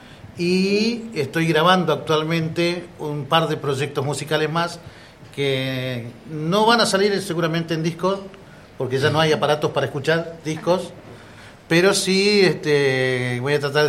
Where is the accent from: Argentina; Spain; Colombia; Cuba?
Argentina; Cipolletti, Río Negro; born there; representando a mi provincia, Río Negro. Yo soy nacido acá en Chipoleti, así que soy rionegrino.